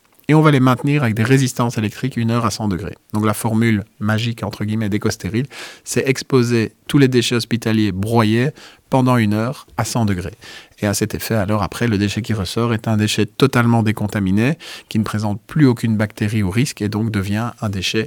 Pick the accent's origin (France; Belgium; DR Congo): Belgium; Liège, Wallonia; born there; Moi, je suis né à Liège, donc voilà, on est sur l'axe Liège-Mons.